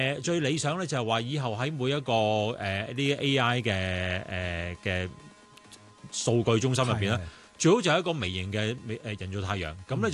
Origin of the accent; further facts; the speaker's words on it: Hong Kong; 我哋香港人